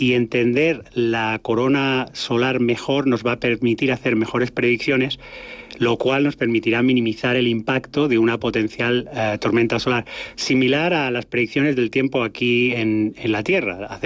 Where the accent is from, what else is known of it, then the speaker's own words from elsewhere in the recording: Terrassa, Catalonia, Spain; con mi gente aquí en mi casa, en mi país